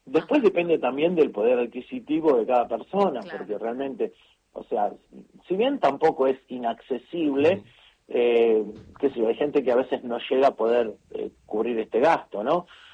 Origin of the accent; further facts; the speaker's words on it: Buenos Aires, Argentina; Nosotros somos de Buenos Aires